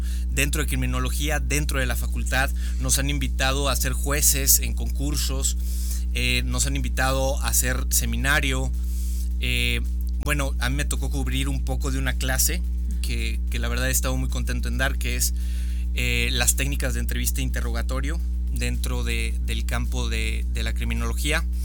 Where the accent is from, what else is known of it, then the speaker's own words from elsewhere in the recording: San Luis Potosí, Mexico; Y estando aquí en San Luis, yo soy de acá, de San Luis, y bueno, toda mi vida la he pasado acá.